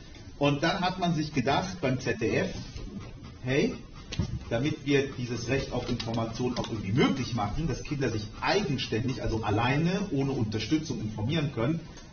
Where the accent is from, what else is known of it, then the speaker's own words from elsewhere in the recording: Egypt; now in Germany; Aus dem Land, wo ich komme, also ich komme aus Ägypten